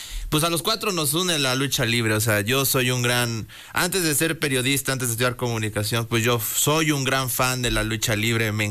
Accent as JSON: {"language": "Spanish", "region": "Puebla", "country": "Mexico", "said": "algo que nos une a todos como poblanos"}